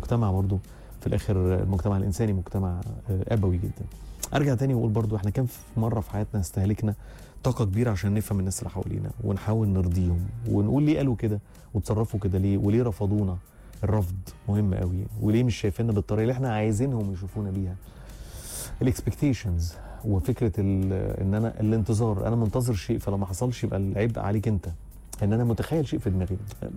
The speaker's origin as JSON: {"language": "Arabic", "country": "Egypt", "said": "مش كمصري بس"}